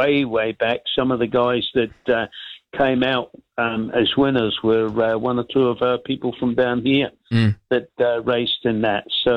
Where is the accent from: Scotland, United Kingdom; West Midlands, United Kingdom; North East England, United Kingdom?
Scotland, United Kingdom; moved away as an adult; being Scottish and being brand new in the country